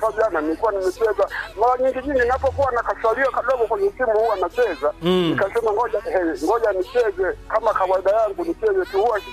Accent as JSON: {"language": "Swahili", "town": "Ulanda", "region": "Iringa", "country": "Tanzania", "said": "Natoka mkoa wa Iringa, wilaya Iringa vijijini, alafu ya Kalenga, kijiji cha Ulanda."}